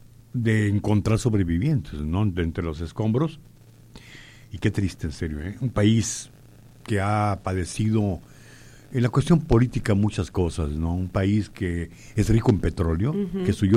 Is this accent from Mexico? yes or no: yes; Mexico; Pero México en particular, nuestro país, tiene muchos venezolanos.